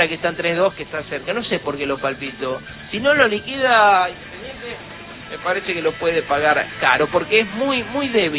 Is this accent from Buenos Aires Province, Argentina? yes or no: no; San Miguel de Tucumán, Tucumán, Argentina; de San Miguel de Tucumán